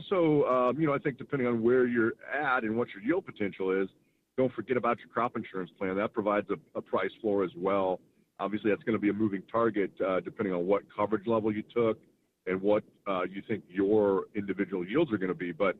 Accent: Bureau County, Illinois, United States; I grew up actually in Bureau County, mm-hmm. but I went to school in Bradford. So we grew up right on the county line. I was in 4-H.

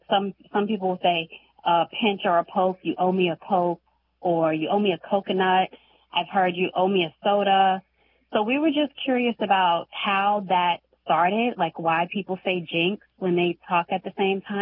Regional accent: New York, United States; And I grew up in Long Island, so.

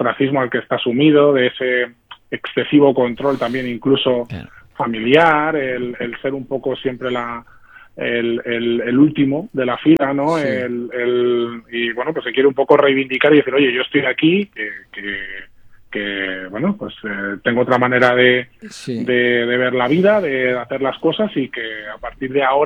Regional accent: Fuenlabrada, Community of Madrid, Spain; y yo también soy de Fuenla, soy fuenlabreño

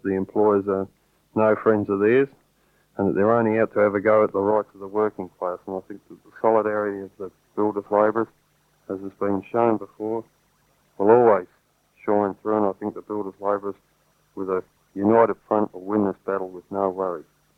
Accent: South Australia, Australia; and I don't come from Melbourne, I come from South Australia

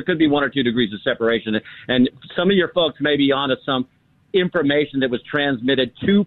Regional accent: West Coast, United States; I'm from the West Coast. I live now on the East Coast.

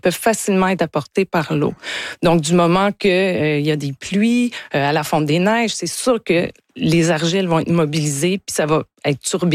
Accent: Quebec, Canada; j'ai grandi en Gaspésie, moi.

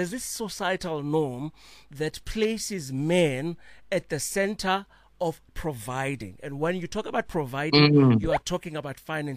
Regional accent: Hammarsdale, KwaZulu-Natal, South Africa; growing up in Hammersdale.

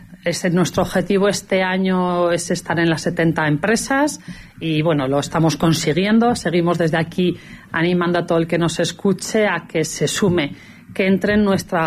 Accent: Calatayud, Aragon, Spain; born there; que somos de Calatayud, nacido en Calatayud, y que generación tras generación seguimos impulsando.

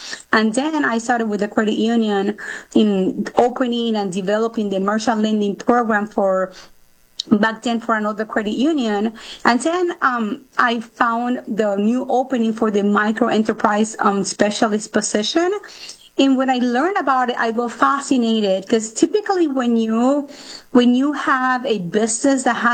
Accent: Aguadilla, Puerto Rico; I was born and raised in Aguadilla, Puerto Rico. That's the northwest section of our beautiful island.

